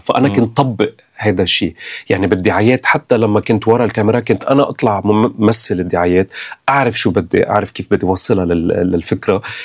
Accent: Saudi Arabia; also born or lived in United Arab Emirates; وأنا ربيت بالسعودية والإمارات فتعلمت هذا أنا وصغير أنه عايش المشترك مع عالم، هو شو ما كان دينه ما عنا مشكلة.

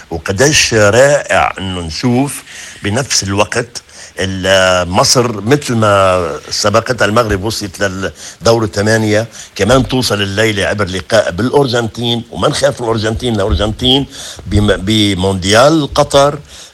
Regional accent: Lebanon; كلبنانيين

